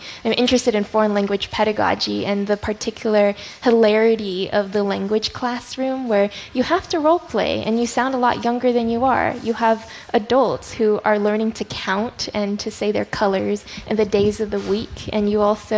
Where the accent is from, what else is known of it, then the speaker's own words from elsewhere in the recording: United States; born there; first language Chinese; English is a second language; My first language was Chinese, but then we moved to the U.S. when I was very young. So then my English rapidly overtook my Chinese. For the first few years in elementary school, I had a very thick accent.